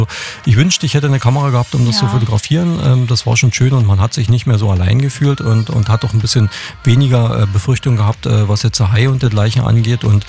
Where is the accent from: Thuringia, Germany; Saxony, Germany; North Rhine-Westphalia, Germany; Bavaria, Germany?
Saxony, Germany; Krauschwitz; Also ich habe es jetzt in der Ecke, wo ich herkomme, das ist die sächsische Lausitz, also Krauschwitz die Ecke.